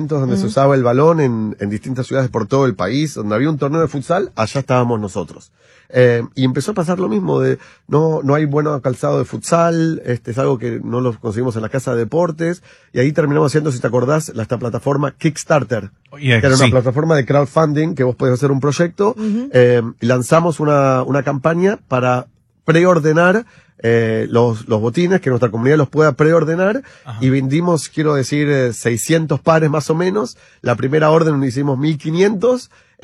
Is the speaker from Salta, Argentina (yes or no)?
no; Buenos Aires, Argentina; now in United States; crecí en Buenos Aires. En el 2002 me mudé a Estados Unidos y ahí empecé a vivir acá.